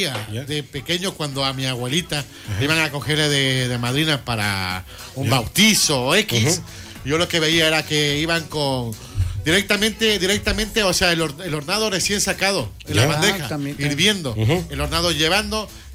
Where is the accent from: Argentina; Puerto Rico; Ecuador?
Ecuador; Quito, Pichincha; yo soy de Quito.